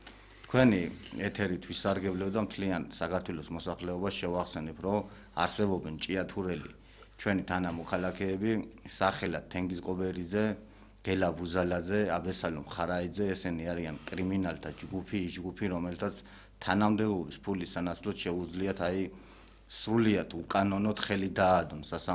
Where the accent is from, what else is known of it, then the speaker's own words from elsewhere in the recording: Imereti, Georgia; ზემოიმერლები ის ხალხი ვართ, რომელსაც ჩვენი კუთხეები გვიყვარს